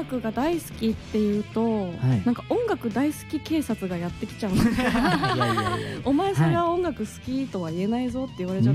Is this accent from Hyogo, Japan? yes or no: no; Osaka, Japan; 地元大阪なんです